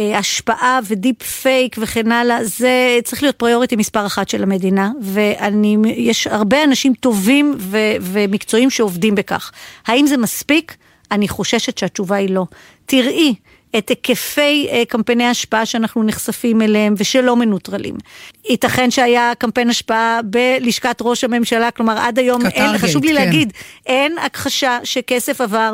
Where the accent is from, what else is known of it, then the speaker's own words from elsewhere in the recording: Arad, Southern District, Israel; born there; אני ילידת ערד